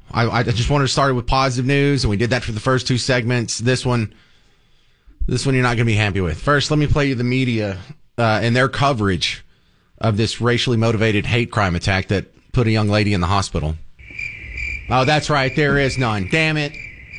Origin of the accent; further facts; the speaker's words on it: Texas, United States; Out in East Texas, you know, I'm from Bug Tussle. This is my part of the world. You know, I refer to my hometown as Bug Tussle.